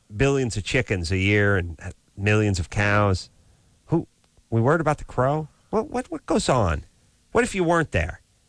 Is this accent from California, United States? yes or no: yes; Los Angeles, California, United States; I grew up in the San Fernando Valley.